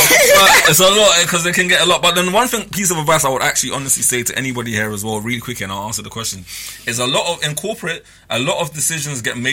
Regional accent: Ghana; sometimes I can overexert myself because it's like I come from Ghana as well.

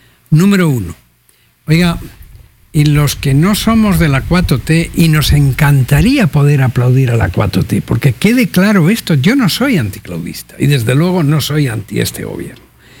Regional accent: Mexico; como mexicano de a pie

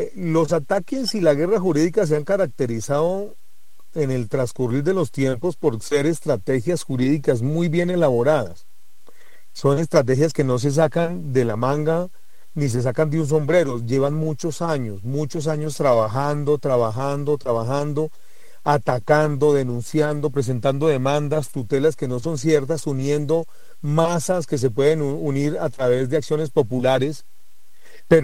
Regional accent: Colombia

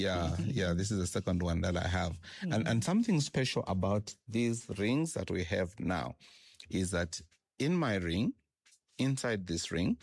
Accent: Copperbelt, Zambia; I grew up in the Copper Belt

